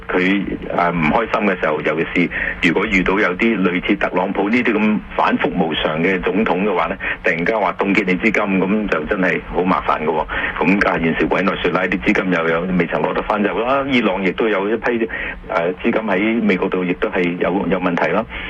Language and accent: Cantonese; Canada; 我哋加拿大人